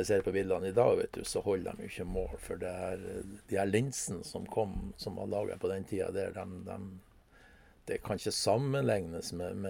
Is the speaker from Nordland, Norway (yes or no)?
yes; Rennemoen, Nordland, Norway; also born or lived in Korgen; Ja, jeg er jo fra Rennemoen da.